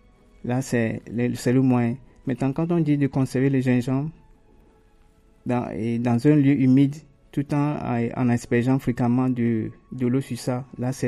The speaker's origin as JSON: {"language": "French", "country": "Togo", "said": "chez nous, en Afrique, bien au Togo"}